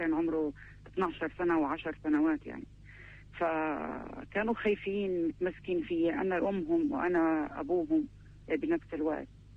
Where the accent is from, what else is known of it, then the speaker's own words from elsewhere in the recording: Beit Lahia, Gaza Strip, Palestine; أنا من شمال القطاع، من مدينة بيت لاهيا. فكانت الشمال من بداية الحرب هو أكثر منطقة كانت متضررة